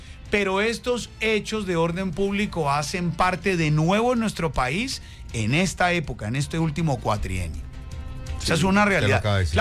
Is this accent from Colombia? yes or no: yes; Colombia